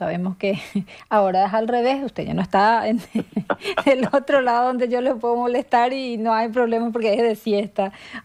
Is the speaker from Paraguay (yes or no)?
yes; Paraguay; nos eleva nuestro ego como paraguayos